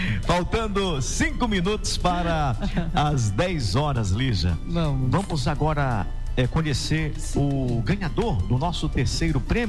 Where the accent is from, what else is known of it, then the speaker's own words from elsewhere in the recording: Bahia, Brazil; Saiu pra minha terrinha também, Catinga do Moura, hein?